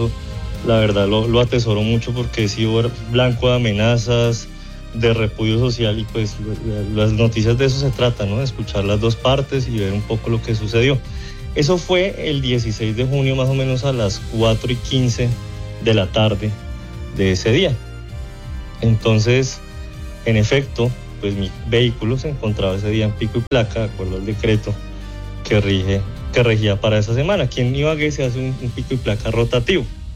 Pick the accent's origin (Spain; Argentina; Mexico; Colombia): Colombia; Bogotá; now in Ibagué, Colombia; Y pues la verdad, yo te cuento, yo no soy de Ibagué, yo soy de Bogotá.